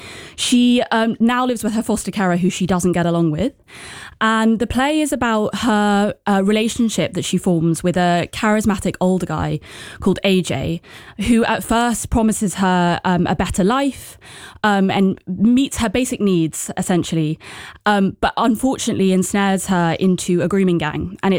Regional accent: London, United Kingdom; I grew up in London

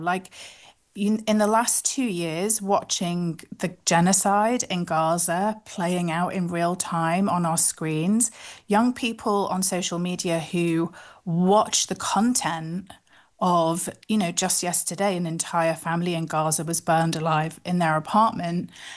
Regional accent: Manchester, North West England, United Kingdom; when I had been a teenager growing up in Manchester

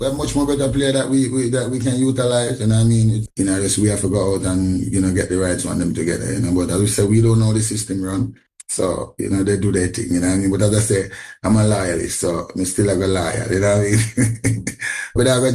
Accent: Jamaica; I'm from Jamaica

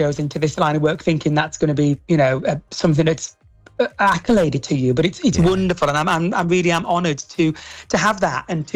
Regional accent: Stockton-on-Tees, North East England, United Kingdom; I grew up in Stockton, so I know how to handle a gritty market stall town.

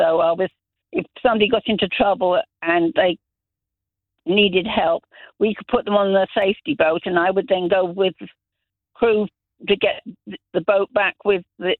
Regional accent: Zambia; I grew up in Zambia. Every school there had a swimming pool.

